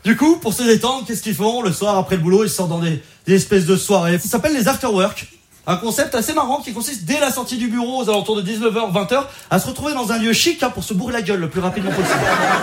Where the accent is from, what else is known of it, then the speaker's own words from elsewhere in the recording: Auvergne-Rhône-Alpes, France; now in Paris, France; je viens de Savoie, d'un petit village de montagne. Alors, j'ai envie de vous dire, petit village classique. Tout le monde connaît tout le monde